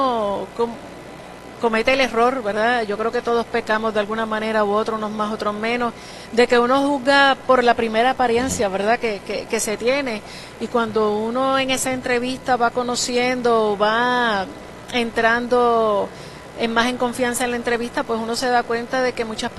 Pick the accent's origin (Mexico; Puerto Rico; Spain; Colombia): Puerto Rico; Lares; yo soy natural de Lares